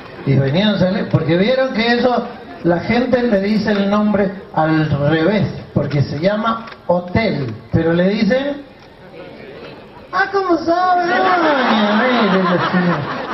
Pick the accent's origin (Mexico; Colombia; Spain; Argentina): Argentina; Maipú, Mendoza; born there; now in Luján de Cuyo, Argentina; Maipú y Luján están unidos por una calle. Yo nací de este lado, vivo de aquel. Nací en Maipú, ahora vivo en Luján, al lado. En un pueblito que está al lado del río Mendoza que se llama Barrancas. Es chiquito Barrancas.